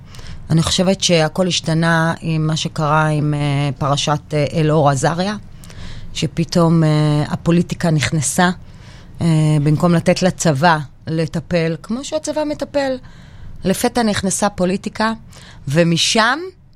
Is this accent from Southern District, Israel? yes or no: yes; Beersheba, Southern District, Israel; אני עדיין באר שבעית, נולדתי, גדלתי, ואני עדיין באר שבעית, סופר סופר גאה